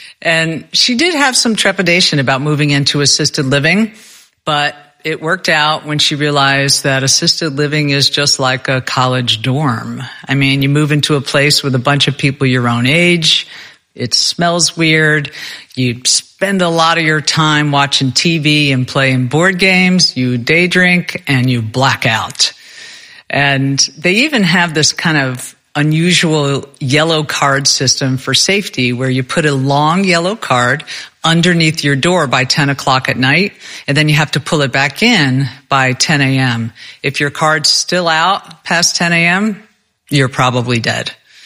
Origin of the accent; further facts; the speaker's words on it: New Jersey, United States; I'm from New Jersey.